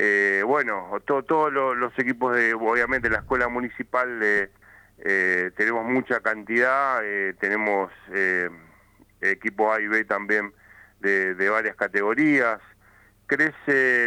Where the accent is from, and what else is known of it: Argentina